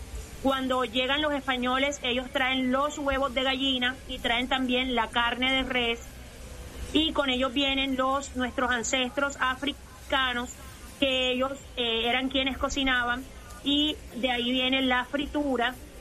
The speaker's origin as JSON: {"language": "Spanish", "region": "Caribbean Region", "country": "Colombia", "said": "decir que en un solo bocado tenemos una convergencia de culturas que nos definen como caribeños y como colombianos."}